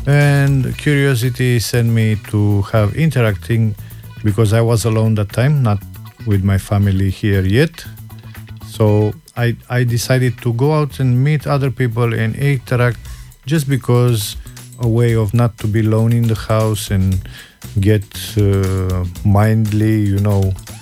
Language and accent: English; Romania; English is a second language; moved away as an adult; I'm from Romania. I used to leave the country long time ago, like more than 17 years ago.